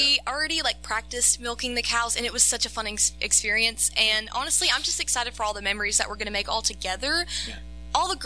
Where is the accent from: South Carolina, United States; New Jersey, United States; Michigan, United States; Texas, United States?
Texas, United States; We are not formally from Silver Springs. We're actually, they're from California. I was born and raised here in Texas.